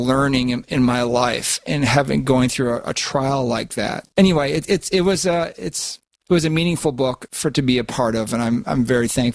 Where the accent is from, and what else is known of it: Minnesota, United States; born or raised there